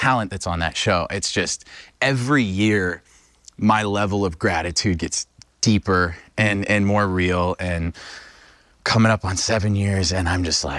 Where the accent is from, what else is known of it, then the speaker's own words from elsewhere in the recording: Illinois, United States; But I grew up in Central Illinois.